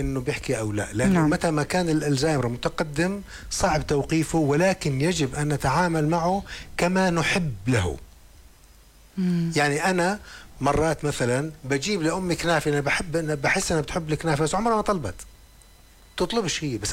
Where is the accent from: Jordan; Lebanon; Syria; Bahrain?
Jordan; عندنا بالأردن